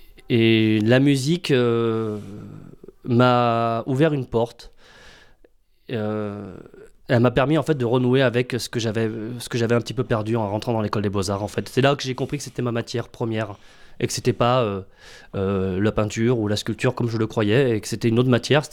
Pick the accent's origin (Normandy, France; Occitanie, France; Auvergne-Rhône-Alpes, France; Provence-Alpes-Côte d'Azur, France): Occitanie, France; moved away as an adult; also born or lived in Fontainebleau / Toulouse; je suis né en 1986 à Fontainebleau. Mes parents ont déménagé et sont partis habiter en Aveyron. Et j'ai eu une enfance à la campagne, dans la forêt, dans le sauvage, au milieu des vaches.